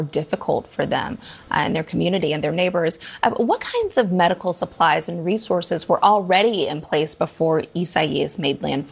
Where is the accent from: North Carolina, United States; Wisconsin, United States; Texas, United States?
North Carolina, United States; I grew up in North Carolina, know Asheville very well